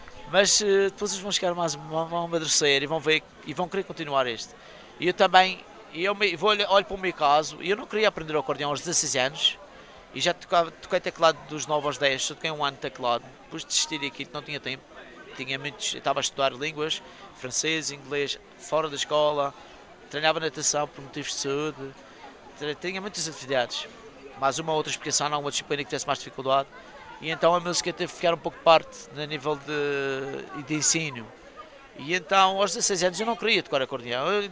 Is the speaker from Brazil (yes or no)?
no; Madeira, Portugal; E habituado com o sol que nós temos até quase às 8, 9 da noite na Madeira.